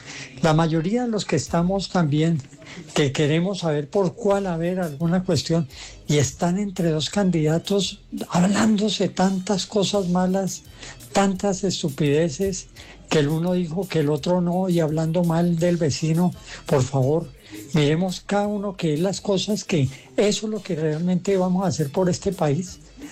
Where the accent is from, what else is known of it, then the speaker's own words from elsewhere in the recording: Colombia; De todas maneras, somos colombianos todos y aquí estamos.